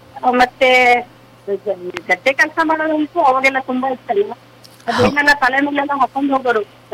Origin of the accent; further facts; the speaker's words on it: Thirthahalli, Karnataka, India; ಅದೇ ನಮ್ ತೀರ್ಥಳ್ಳಿ, ನಾನು ಮಳೆನೇ ಹುಟ್ಟಿದ ಹುಡುಗಿ, ಹಂಗಾಗಿ ನಮ್ಮ ಮನೇಲೆಲ್ಲ ತುಂಬಾ ಮಳೆಗಾಲನೇ ಜಾಸ್ತಿ ತೀರ್ಥಳ್ಳಿ.